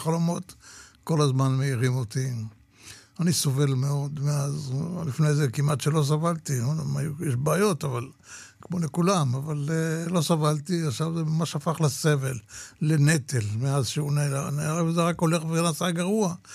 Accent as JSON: {"language": "Hebrew", "town": "Tel Aviv", "region": "Tel Aviv District", "country": "Israel", "tie": "born or raised there", "also_born_or_lived": "Golan Heights", "said": "באנו לשם, אני גרתי בתל אביב, נולדתי בתל אביב, ובאנו לשם כי זה היה צו השעה."}